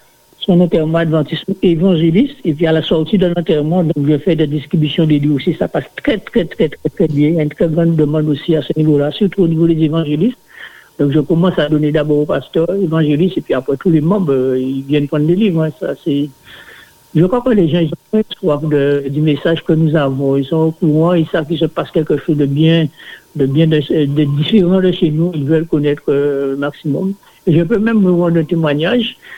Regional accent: Saint-François, Guadeloupe; je suis de Saint-François, je suis membre de l'église de Le Moule, l'église adventiste du septième jour.

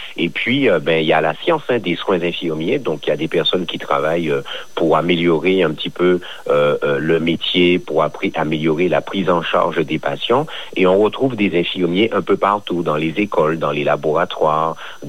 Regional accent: Martinique, France; also born or lived in Budapest, Hungary; puis depuis dimanche, je suis retourné chez moi en Martinique, et actuellement, je suis donc en Martinique.

